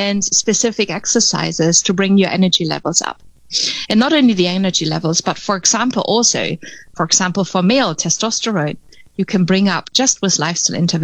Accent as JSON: {"language": "English", "country": "Germany", "second_language": "English", "lives_now": "Netherlands"}